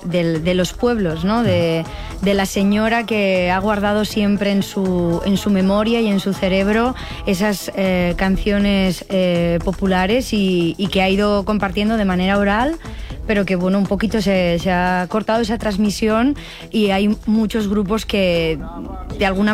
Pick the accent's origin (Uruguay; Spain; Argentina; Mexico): Spain; Meseta Central; Somos de La Meseta, La Meseta. Sí. De La Meseta profunda.